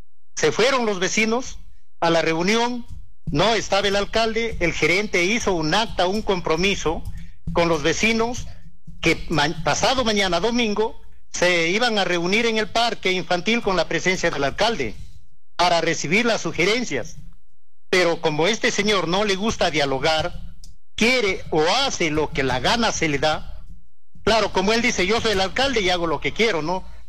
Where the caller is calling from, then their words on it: San Juan, Peru; Sí, señorita, soy un ciudadano de San Juan.